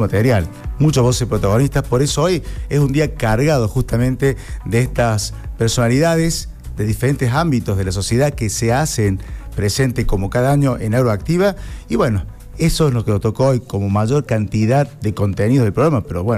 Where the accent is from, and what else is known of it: Argentina